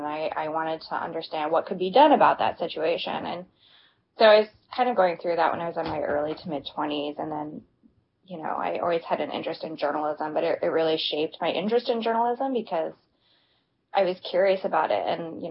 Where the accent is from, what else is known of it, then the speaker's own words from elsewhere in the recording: Virginia, United States; But growing up where I did